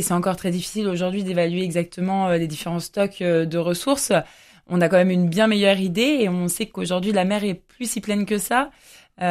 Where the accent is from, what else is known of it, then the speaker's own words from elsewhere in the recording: Normandy, France; moved away; je suis normande